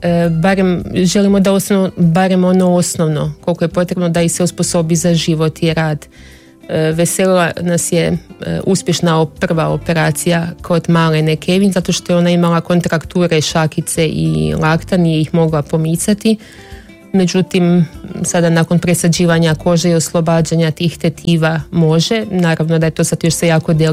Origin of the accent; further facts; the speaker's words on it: Croatia; now in Benin; mi kažemo Hrvatska, jer Hrvatsku znamo, iz Hrvatske smo potekli.